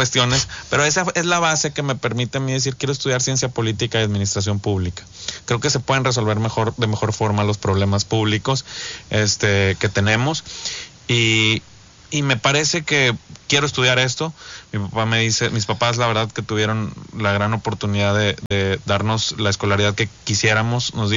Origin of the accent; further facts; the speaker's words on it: Ciudad Victoria, Tamaulipas, Mexico; born there; nací en Ciudad Victoria, nací en Victoria, en el Hospital General. Tengo la fortuna de ser de esta hermosa tierra.